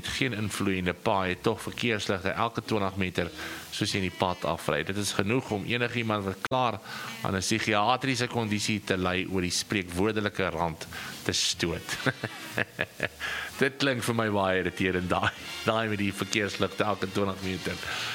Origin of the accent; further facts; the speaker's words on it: Transvaal, South Africa; Kom ons kyk, ek kom van die Transvaal af, ek hou nie van die baai se weer en wind nie